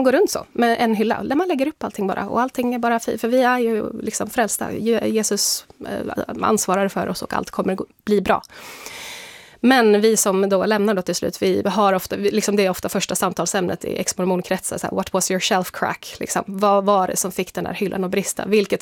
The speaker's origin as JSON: {"language": "Swedish", "country": "Sweden", "said": "jag var mormon före jag var svensk"}